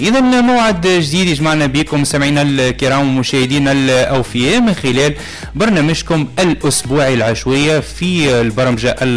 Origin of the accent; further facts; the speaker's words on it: Tunisia; في بلادنا تونس